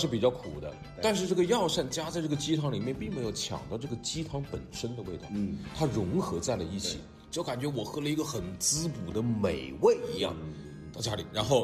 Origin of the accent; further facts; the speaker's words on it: Changde, Hunan, China; 像我们是常德吃那个脖子菜一样